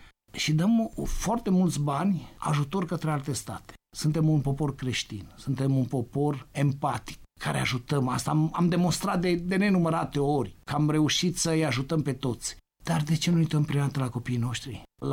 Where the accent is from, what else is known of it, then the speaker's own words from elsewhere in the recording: Romania; Nu pot să-mi spui ca român, ca om să fiu de acord cu tine.